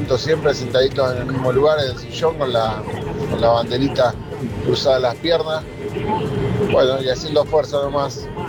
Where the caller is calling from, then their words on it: Moreno, Buenos Aires Province, Argentina; de Moreno.